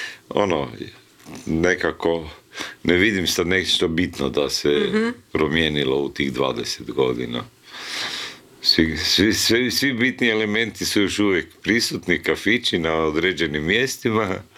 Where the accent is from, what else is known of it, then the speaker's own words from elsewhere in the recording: Zagreb, Zagreb County, Croatia; došao sam iz centra grada, iz Ilice, malo sam otišao na periferiju u Preradovićevoj. A u Ilici sam bio na uglu Frankopanske, baš Ilica.